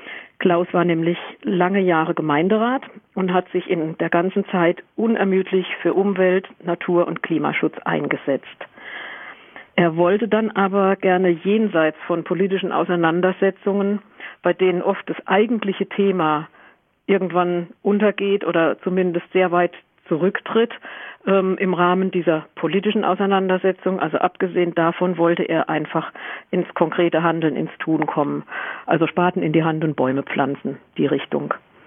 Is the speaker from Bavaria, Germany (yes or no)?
no; Mannheim, Baden-Württemberg, Germany; now in Brühl, Germany; Ich stamme ursprünglich aus Mannheim.